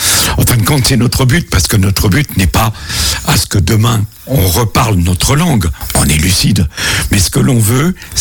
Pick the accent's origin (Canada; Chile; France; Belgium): France; Pays de la Loire; first language Sarthe patois (Mayennais/Méniot); French is a second language; moved away; je suis né dans un tout petit village des Coivrons, viré en Champagne, où à la ferme on ne parlait ce que les gens appellent le patois